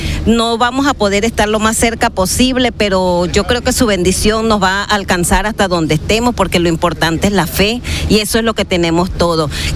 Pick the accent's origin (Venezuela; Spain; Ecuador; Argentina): Venezuela; Yo soy venezolana, estoy acá desde noviembre